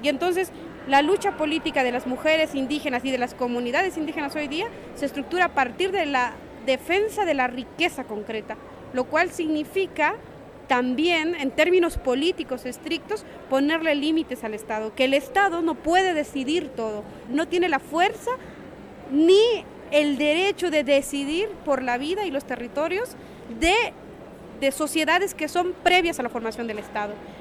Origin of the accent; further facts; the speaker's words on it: Guatemala; also born or lived in Santiago, Chile; soy maya quiché de Guatemala. Yo soy maya quiché de Guatemala, estudié la maestría en filosofía latinoamericana en Santiago de Chile